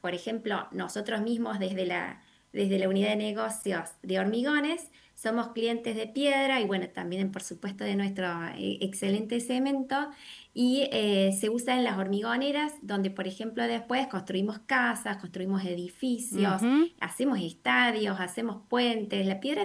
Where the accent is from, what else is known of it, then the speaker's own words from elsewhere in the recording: Córdoba, Argentina; accent: Cordoban tonada; Soy cordobesa